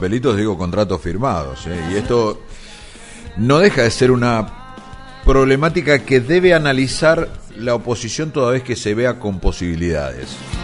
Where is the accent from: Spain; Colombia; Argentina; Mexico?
Argentina